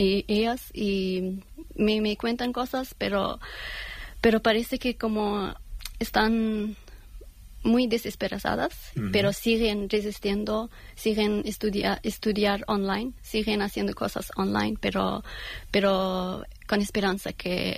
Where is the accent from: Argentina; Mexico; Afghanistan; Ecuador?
Afghanistan; Spanish is a second language; now in Spain; no soy de aquí y no soy de Afganistán ahora, como, pero siempre Afganistán es mi hogar